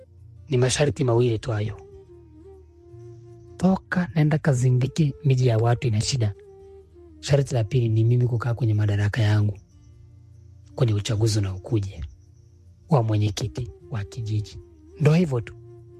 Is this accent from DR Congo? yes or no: no; Sumbawanga, Rukwa, Tanzania; Sio wamesikia kwa mimi nimetokea Sumbawanga.